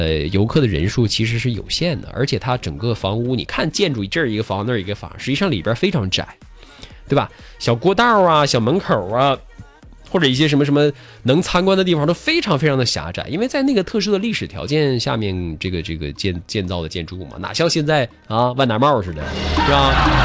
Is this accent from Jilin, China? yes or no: yes; Changchun, Jilin, China; 包括我们长春人本地人